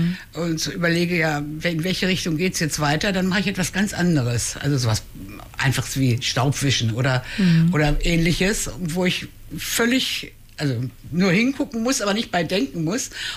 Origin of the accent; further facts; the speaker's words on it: Hanover, Lower Saxony, Germany; Ich bin geboren hier in Hannover, in der geboren und aufgewachsen in der Südstadt und lebe auch noch Südstadtbult, also bin nie weg, wollte auch nie weg.